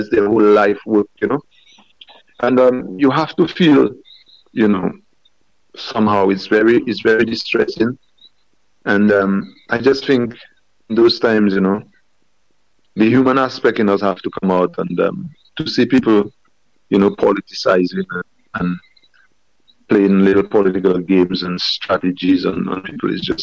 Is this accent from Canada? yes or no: no; Kalinago Territory, Dominica; I'm from the Kalinago territory, and I am living the struggle.